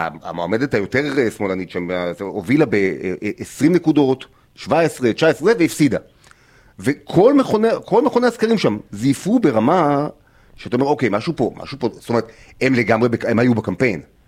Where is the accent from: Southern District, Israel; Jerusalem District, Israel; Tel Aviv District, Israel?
Tel Aviv District, Israel; Tel Aviv; אני תל אביבי דור חמישי